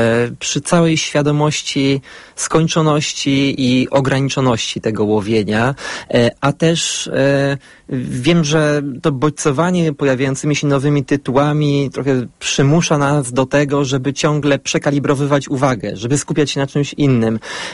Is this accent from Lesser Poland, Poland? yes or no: no; Radom, Masovian Voivodeship, Poland; pochodzę z Radomia